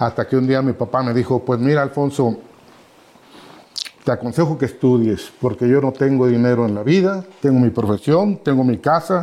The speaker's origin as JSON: {"language": "Spanish", "region": "Michoacán", "country": "Mexico", "tie": "born there", "also_born_or_lived": "Mexico City / Chapingo, State of Mexico / Morelia / Zamora", "moved": "as an adult", "lives_now": "Texcoco, Mexico", "said": "Soy chilango de nacimiento, michoacano por adopción. Ya les contaré si viene al caso, porque la vida profesional de mi padre nos llevó a la familia a Michoacán desde que yo tenía 3 meses de edad. Ahí crecí en Morelia."}